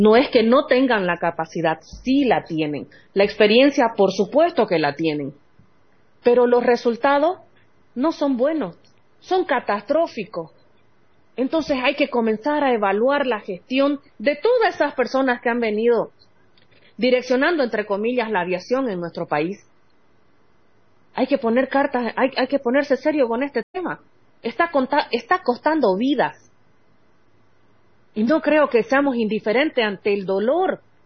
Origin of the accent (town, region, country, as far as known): Bolivia